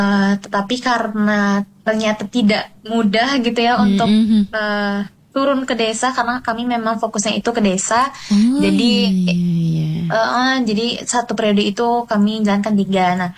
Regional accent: Bandung, West Java, Indonesia; Jadi sebenarnya saya kebetulan orang Bandung

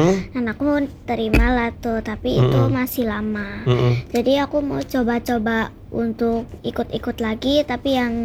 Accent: Java, Indonesia; aku sebagai orang Jawa

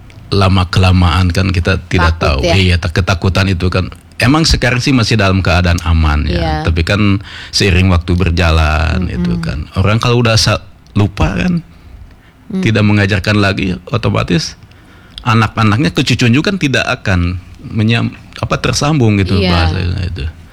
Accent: West Java, Indonesia; saya kan orang Sunda ya, suku Sunda.

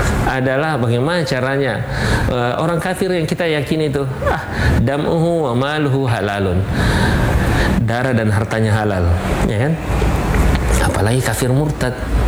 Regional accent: Duri, South Sulawesi, Indonesia; also born or lived in Pinrang; satu kampung, sama-sama orang Duri.

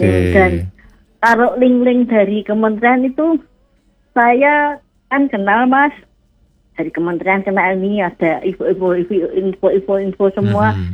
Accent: Semarang, Central Java, Indonesia; moved away as an adult; now in Pemalang, Indonesia; saya itu aslinya dari Semarang, hijrah ke Pemalang.

